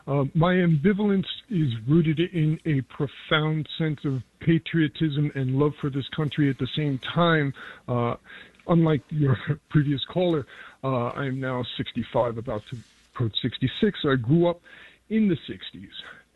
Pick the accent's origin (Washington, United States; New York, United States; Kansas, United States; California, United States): New York, United States; I'm a New Yorker. I define myself as a New Yorker rather than an American for most of my life, except for immediately after September 11th, and I went back to being a New Yorker again.